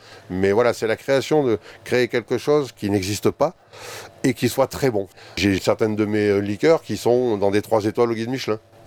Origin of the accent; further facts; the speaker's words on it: Auvergne-Rhône-Alpes, France; also born or lived in Chelles / Morocco / Greece / Paris; Je suis d'origine auvergnate. Hein. J'ai passé mon adolescence en Auvergne. Je suis né par accident à Chelles.